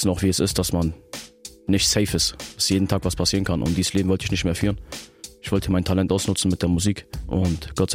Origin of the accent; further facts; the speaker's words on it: Bremen, Germany; Also ich würde sagen, das ist so richtig meine Heimat. Ich bin da aufgewachsen, seit ich denken kann, lebe ich da.